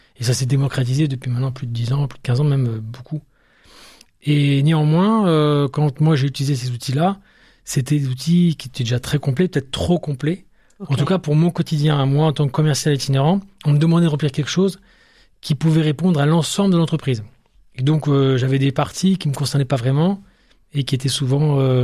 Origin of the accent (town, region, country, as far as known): Aix-en-Provence, Provence-Alpes-Côte d'Azur, France; born or raised there; also born or lived in Lille; now in Niort, France